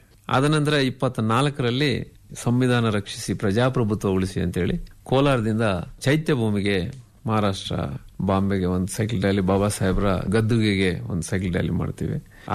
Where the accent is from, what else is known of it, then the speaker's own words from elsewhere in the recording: Birmanahalli, Kolar district, Karnataka, India; ನನ್ನ ಬೀರ್ಮಾನಹಳ್ಳಿ ನನ್ನ ಗ್ರಾಮಕ್ಕೆ